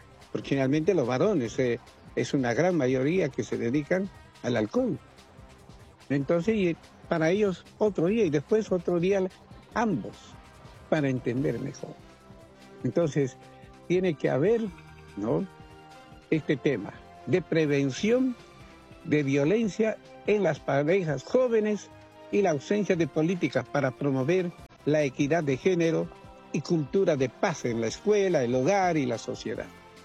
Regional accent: Bolivia; somos parte de Bolivia

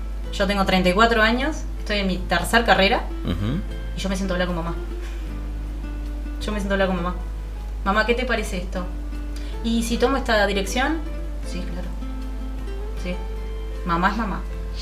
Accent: Minas, Lavalleja, Uruguay; moved away as an adult; yo me podría haber formado en Minas, de donde soy. O me podría haber formado en Pando, que mi madre vive cerca.

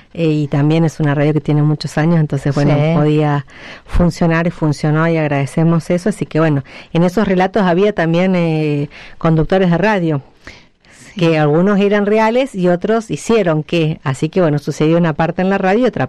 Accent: Cutral Có, Neuquén, Argentina; moved away; recordar mi infancia en los 80 en Cutralcó

